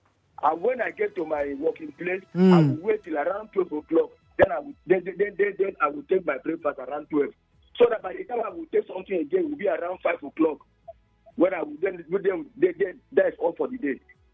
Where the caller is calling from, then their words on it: Nigeria; I'm calling from Edeme.